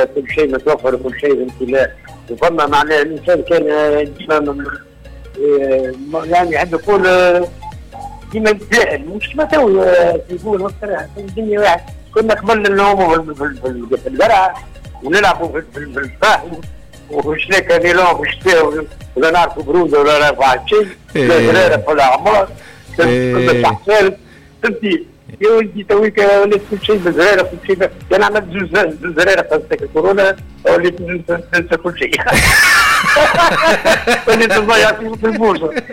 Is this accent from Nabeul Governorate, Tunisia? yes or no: no; Zarzouna, Bizerte Governorate, Tunisia; now in Gris, Tunisia; في زرزونة.